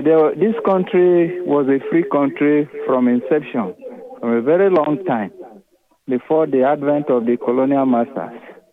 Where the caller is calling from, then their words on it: Lagos, Nigeria; I'm calling from Orile.